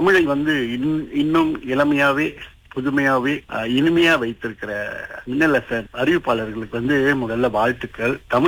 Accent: Klang, Selangor, Malaysia; also born or lived in Puchong; நான் பூச்சொங்கல பிறந்தேன், ஆனா அதன் பிறகு கில்லானுக்கு சின்ன வயசுலயே அப்பா மாறி வந்ததுனால இங்க வந்துட்டோம். அதன் பிறகு கில்லான் வாசி தான்

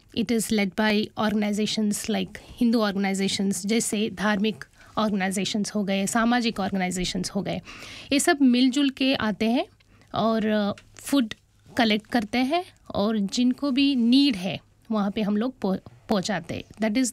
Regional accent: Karnataka, India; Hindi is a second language; now in Melbourne, Australia; मैं RMIT में lecturer हूँ और यहाँ थानीट में पिछले 9 साल से रह रही हूँ और मूलतः कर्नाटक भारत से बिलोंग करती हूँ।

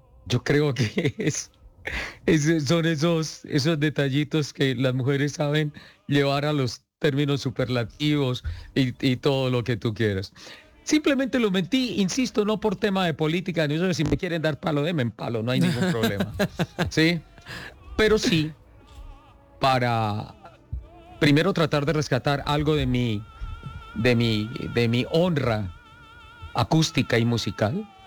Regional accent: Colombia; Se debe a lo que nosotros como colombianos seamos, la materia prima más importante de este país.

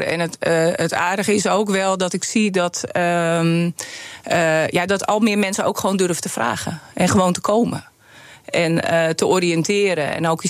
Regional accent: North Holland, Netherlands; Ik kom zelf uit West-Friesland, daar zijn we ook groot geworden met Baanrijk.

